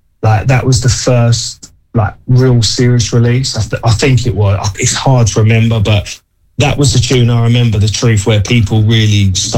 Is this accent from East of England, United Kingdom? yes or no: yes; Colchester, East of England, United Kingdom; born or raised there